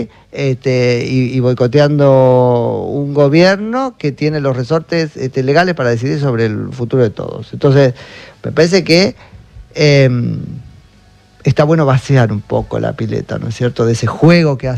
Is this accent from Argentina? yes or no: yes; Argentina; O sea, pagamos carísimo como argentinos, independientemente de los resultados, este, el proceso electoral del año pasado.